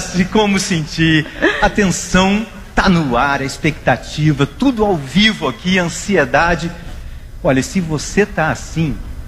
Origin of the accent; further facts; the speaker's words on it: Brazil; ninguém sabe fazer como nós, brasileiros